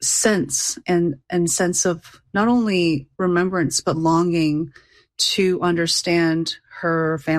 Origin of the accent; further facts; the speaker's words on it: Sugar Land, Texas, United States; I grew up in Sugar Land. Sugar Land is right next to Missouri City